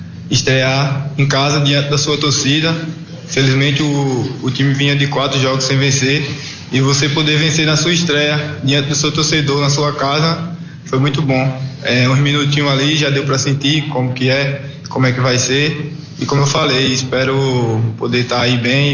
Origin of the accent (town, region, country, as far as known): Paraíba, Brazil; moved away as an adult